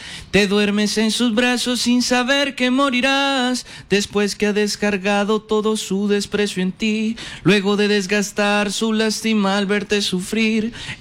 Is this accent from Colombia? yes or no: yes; Huila, Colombia; Eso, o sea, es el Huila.